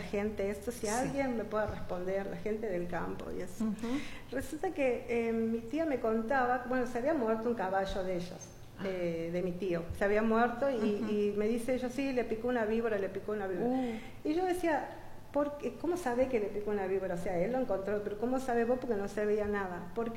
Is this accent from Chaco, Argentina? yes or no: no; Buenos Aires, Argentina; born there; also born or lived in Icaño; soy de Buenos Aires nacida, pero mis vacaciones y mi vida era en Icaño.